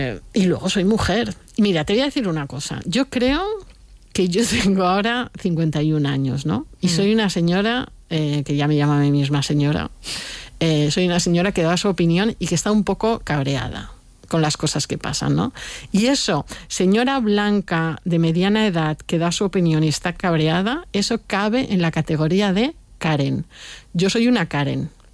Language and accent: Spanish; Alicante, Valencian Community, Spain; Yo creo que primero porque soy de Alicante, porque no es vivo en Madrid